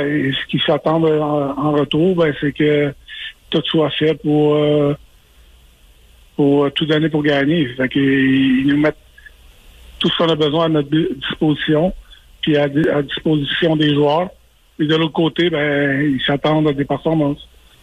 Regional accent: Quebec, Canada; étant donné que je suis Québécois, ben, je n'entends parler parce que j'ai un peu partout sur les réseaux sociaux

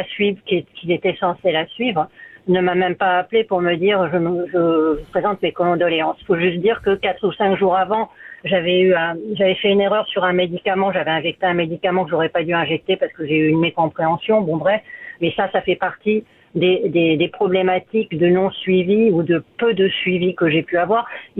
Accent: France; accent: French; now in Pointe-Claire, Canada; je suis d'origine française, comme ça se reconnaît au niveau de mon accent

